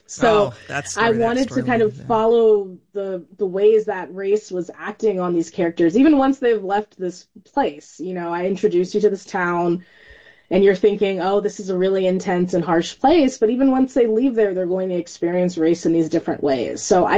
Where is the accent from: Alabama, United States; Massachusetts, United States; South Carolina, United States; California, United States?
California, United States; now in New York, United States; as a person who comes from, you know, I guess the coast, I grew up in California, I'm in New York now